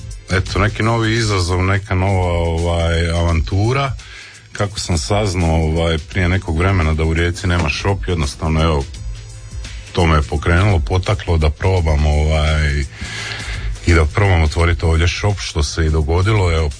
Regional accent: Osijek, Osijek-Baranja County, Croatia; Zapravo ja sam iz Osijeka.

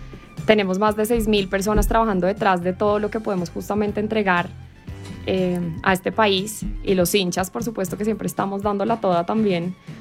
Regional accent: Colombia; Para mí, como colombiano, sí entiendo un poco

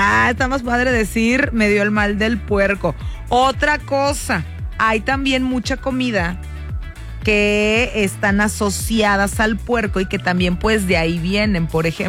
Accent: Mexico; las entendemos como mexicanos

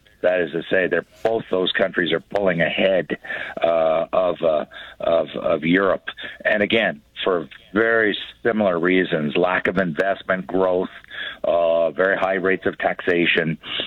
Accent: Canada; now, remember, I'm a Canadian. I'm here on Canadian dollars.

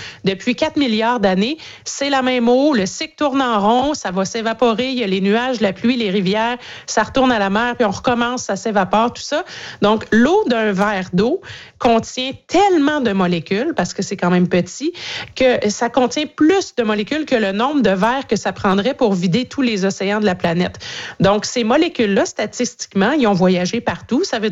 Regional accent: Canada; Chez nous, au Canada, un pays qui détient le quart des réserves d'eau douce de la planète

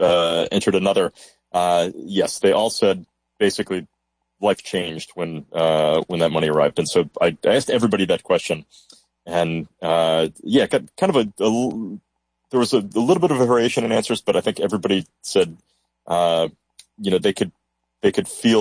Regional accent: Rochester, New York, United States; No, I grew up in Rochester, New York. My father is an optometrist, so definitely was comfortable, but not rich, not wealthy.

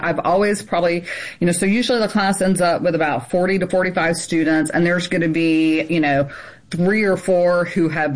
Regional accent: Louisiana, United States; I came from an extremely open background, which is really odd considering I'm from Deep South Louisiana

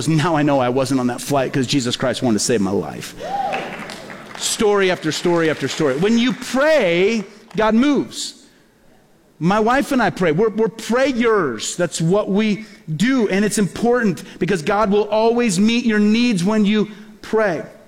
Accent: Peoria, Illinois, United States; born or raised there

